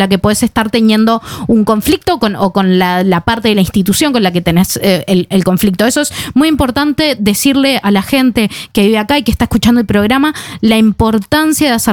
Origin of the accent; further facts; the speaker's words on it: Uruguay; now in Norway; yo como uruguaya